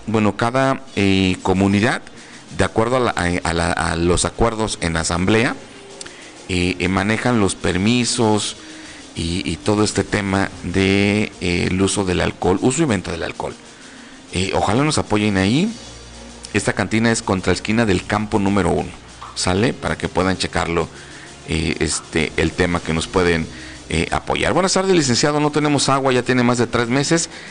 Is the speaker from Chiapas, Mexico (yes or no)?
yes; Villa Morelos, Chiapas, Mexico; Lo que pasa es de que somos de Villamorelos y acá tenemos la clínica.